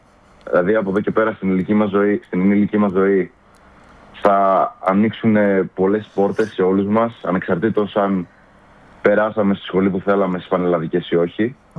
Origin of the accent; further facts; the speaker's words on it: Rhodes, South Aegean, Greece; ως νησιώτες είμαστε εδώ η ναυαρχίδα του τουρισμού.